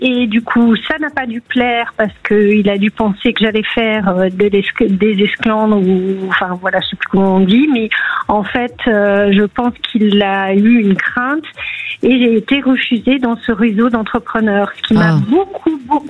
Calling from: Île-de-France, France; Je suis proche de Paris

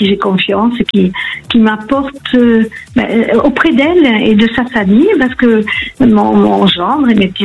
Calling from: Aix-en-Provence, Provence-Alpes-Côte d'Azur, France; Je vous appelle d'Aix-en-Provence.

